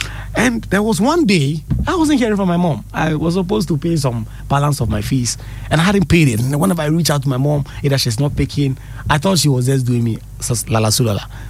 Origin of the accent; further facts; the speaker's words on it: Ankase, Ghana; now in Accra, Ghana; I grew up in Ankase.